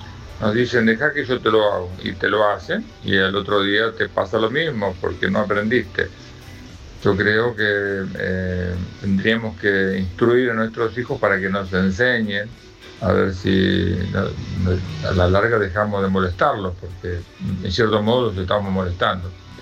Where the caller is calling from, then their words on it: Los Polvorines, Buenos Aires Province, Argentina; de los Polvorines.